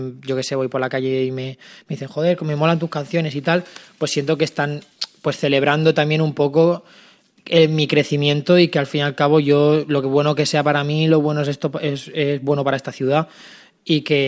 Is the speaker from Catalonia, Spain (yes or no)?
yes; Castelldefels, Catalonia, Spain; now in Madrid, Spain; Yo voy a Madrid, vivo en Madrid, y cuando me preguntan, ¿tú eres de Barcelona? Y digo, bueno, yo soy de Castefa, la verdad.